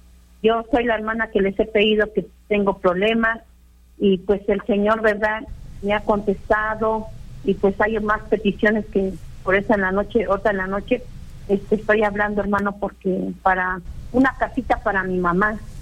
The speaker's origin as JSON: {"language": "Spanish", "region": "Puebla", "country": "Mexico", "said": "La hermana Elisa de Puebla, porque ella es la hermana Elisa, pero yo soy de Puebla."}